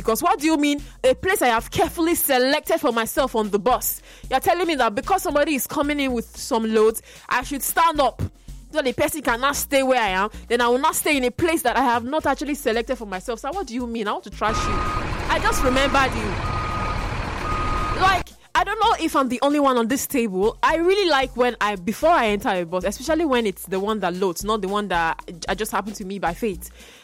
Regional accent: Nigeria; as a Nigerian in total

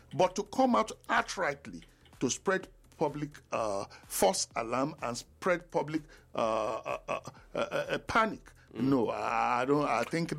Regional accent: Nigeria; I'm a Nigerian. I live in Nigeria too.

